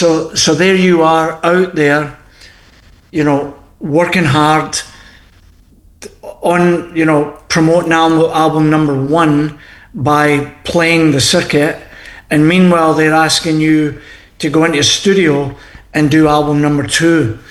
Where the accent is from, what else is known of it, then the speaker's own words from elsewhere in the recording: Scotland, United Kingdom; Yeah, so, you know, being Scottish, and I know that Sam's off the Irish, you know, his Irish background.